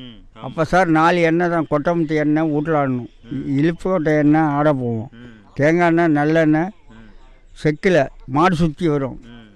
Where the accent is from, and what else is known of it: Tamil Nadu, India; born or raised there